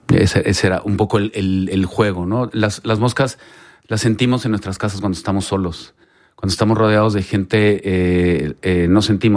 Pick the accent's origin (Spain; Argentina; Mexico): Mexico; Yo realmente crecí viendo telenovelas en México